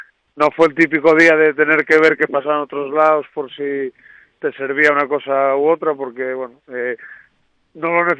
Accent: Infiesto, Asturias, Spain; also born or lived in Nava; now in Noreña, Spain; Yo soy de Infiesto, pero bueno, mi mujer es de Nava, tengo mucha vida en Nava, tengo familia en Nava, y tuve la suerte, yo ahora vivo en Noreña, soy un noreñense más

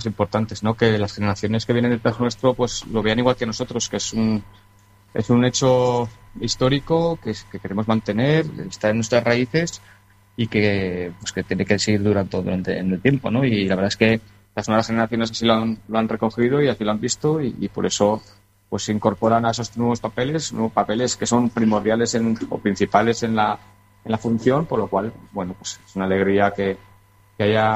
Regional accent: Ainsa, Aragon, Spain; para la gente que somos de Ainsa, donde rememoramos nuestras raíces

